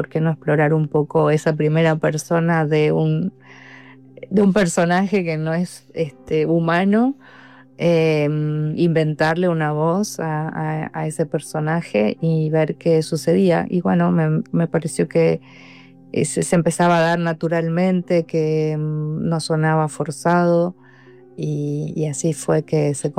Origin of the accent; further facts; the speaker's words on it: Argentina; moved away as an adult; now in Buenos Aires, Argentina; Hace muchos años ahora que vivo en Buenos Aires, pero bueno, crecí en el interior de Argentina, donde el paisaje está muy próximo, donde la experiencia con el paisaje es cotidiana.